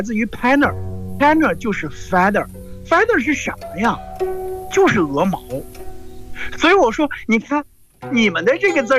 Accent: China; 我们中国人

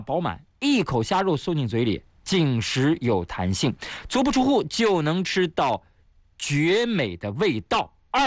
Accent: Shanxi, China; 有一年我跟我的弟弟，我们两个一起回我的老家山西啊。去祭祖

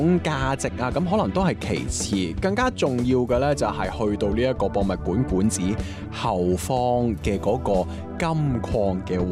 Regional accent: Guangdong, China; 佢更加有少少似我哋廣東人平時食嗰啲碗仔翅咧

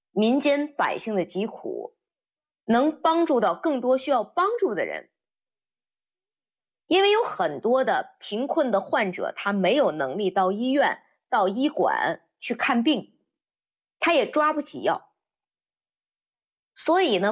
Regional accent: Inner Mongolia, China; 我呢是在内蒙古草原长大的

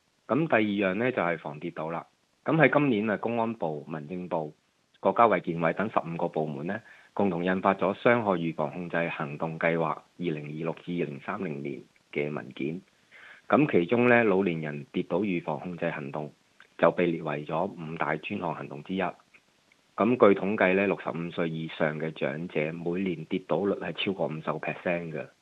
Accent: Hong Kong; 咁我系香港人

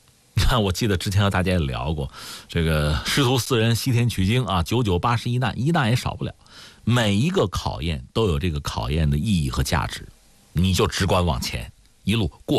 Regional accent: China; 作为中国人

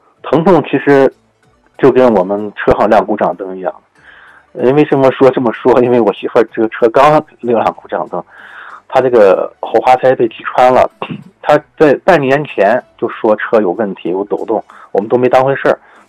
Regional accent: China; 我们中国人

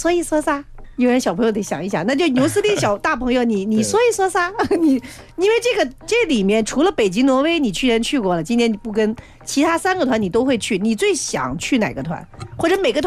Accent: Beijing, China; 我虽然长在北京，生在北京

